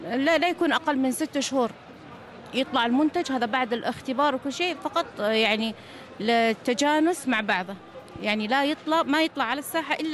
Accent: Saudi Arabia; بريحة العطور الشرقية العربية يعني المستمرة عندنا في المملكة العربية السعودية، وهذا فخر أولا لدولتنا

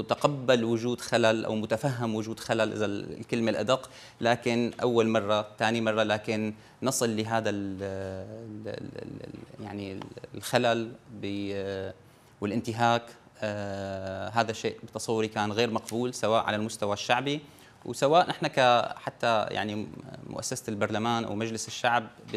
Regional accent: Syria; والعزاء لنا كسوريين جميعا

